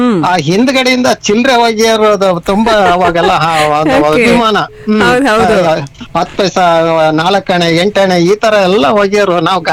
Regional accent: Rameshwara, Karnataka, India; ನಮ್ ನ್ಯಾಮತಿಯಿಂದ 9 ಕಿಲೋಮೀಟರ್ ದೂರದಲ್ಲಿ ಇರ್ತಕ್ಕಂತ ನಮ್ದು ರಾಮೇಶ್ವರ ಅಂತ ಹೇಳಿ ಊರು.

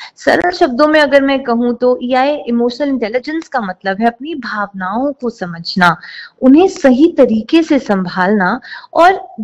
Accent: Delhi, India; moved away as an adult; now in Ludhiana, India; क्योंकि मैं दिल्ली से हूँ

